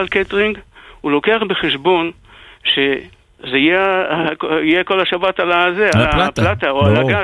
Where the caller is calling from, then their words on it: Jerusalem, Jerusalem District, Israel; אני מירושלים.